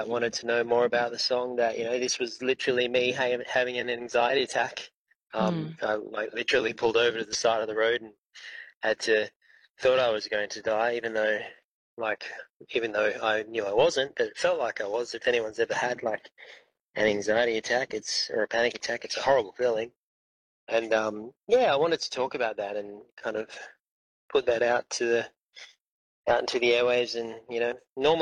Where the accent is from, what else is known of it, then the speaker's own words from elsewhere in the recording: Western Australia, Australia; We're from Wadandi, Dublin country. So my mum was born down in Collie.